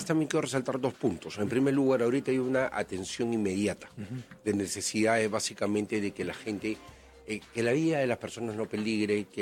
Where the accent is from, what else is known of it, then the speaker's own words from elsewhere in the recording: Peru; Y creo que logramos salir como peruanos unidos de todo ese problema.